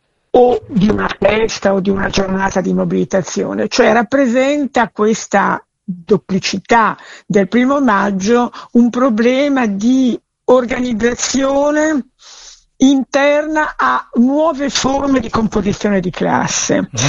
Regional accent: Milan, Lombardy, Italy; essendo milanese

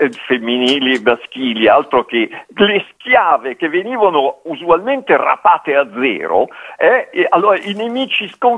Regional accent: Milan, Lombardy, Italy; perché sono nato e vivo a Milano

